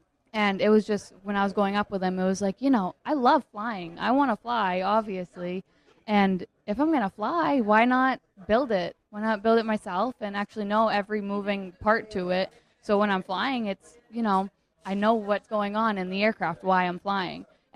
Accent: Maine, United States; moved away as an adult; now in Daytona Beach, United States; I'm originally from Maine, but I live in Daytona Beach going to Embry-Riddle.

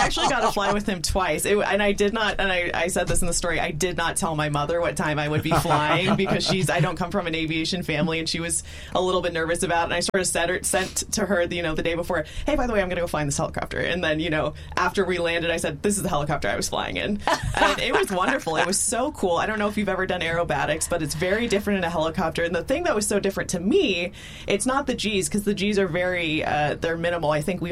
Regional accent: Los Angeles, California, United States; that's my community. I'm from Los Angeles.

